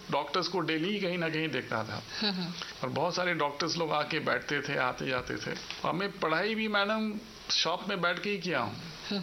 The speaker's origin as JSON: {"language": "Hindi", "town": "Ranchi", "region": "Jharkhand", "country": "India", "tie": "born or raised there", "also_born_or_lived": "Mumbai", "moved": "as an adult", "said": "मेरा जन्म रांची में हुआ है। मेरा जन्म नागरमल मोदी सेवा सदन में हुआ है 20 नवंबर 1969 में। और उसके बाद से मैं रांची में ही पढ़ा लिखा हूँ, बड़ा हुआ हूँ"}